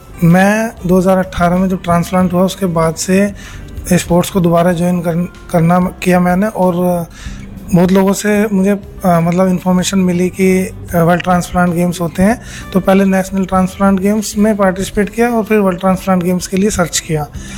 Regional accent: Baghpat, Uttar Pradesh, India; और मैं बागपत उत्तर प्रदेश का रहने वाला हूँ

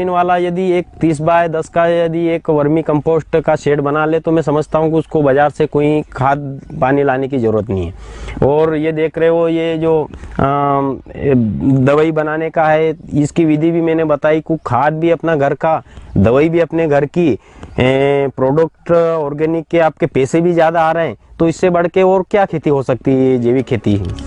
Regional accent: Madhya Pradesh, India; मध्य प्रदेश का रहने वाला हूँ।

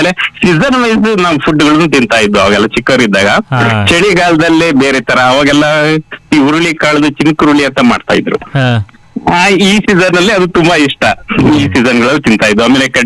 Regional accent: Tarikere, Karnataka, India; born there

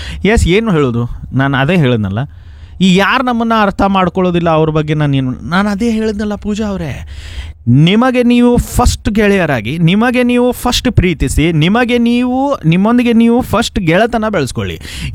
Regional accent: Belagavi, Karnataka, India; ನಮ್ಮ ಬೆಳಗಾವಿ ಕುಂದಾನಗರಿ ಬೆಳಗಾವಿ, ಮಹಾಬಲೇಶ್ವರ ಚಿಕ್ಕ ಮಹಾಬಲೇಶ್ವರ ಅಂತ ಹೇಳ್ತಿದ್ರು ಬಾಲ್ಯದಲ್ಲಿ.

